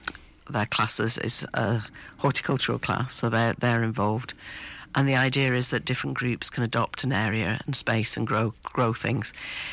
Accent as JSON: {"language": "English", "region": "Wales", "country": "United Kingdom", "said": "I'm from Powys. We have community gardens in Powys"}